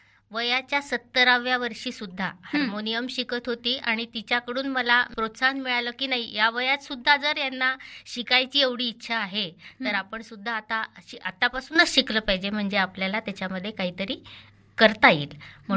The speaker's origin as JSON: {"language": "Marathi", "town": "Buldhana", "region": "Maharashtra", "country": "India", "tie": "born or raised there", "said": "मी मूळची बुलढाण्याची."}